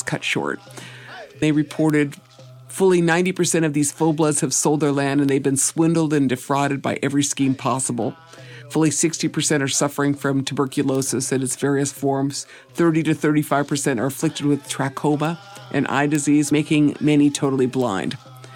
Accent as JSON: {"language": "English", "area": "White Earth Reservation", "region": "Minnesota", "country": "United States"}